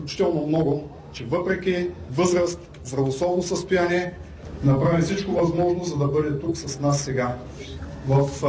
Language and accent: Bulgarian; Razgrad, Razgrad Province, Bulgaria; born there; also born or lived in Russia; now in Varna, Bulgaria; Да, аз съм българин, хора. Нали? Роден съм в Разград, защото в Кубате нямало родилно отделение 67-ма година. След това съм живял в Русия до 86-та.